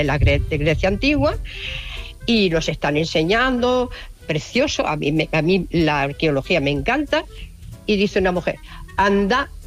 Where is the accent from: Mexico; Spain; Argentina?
Spain; Melilla; now in Cornellà, Spain; Hola, mira, soy de Melilla, pero bueno, vivo en Cornellá.